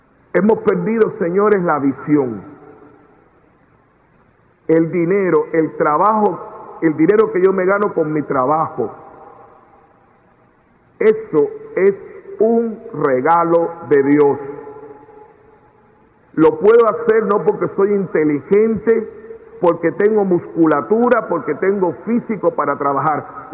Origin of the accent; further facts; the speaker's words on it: Cuba; born there; moved away; also born or lived in Puerto Rico; Yo soy cubano de nacimiento. Salí de Cuba en el 1961. Me adoptaron en Puerto Rico.